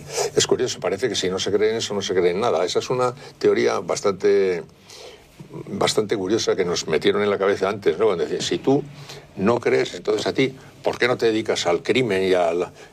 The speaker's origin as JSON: {"language": "Spanish", "country": "Spain", "said": "No creo en Dios. Pero no creo en Dios, pero soy español."}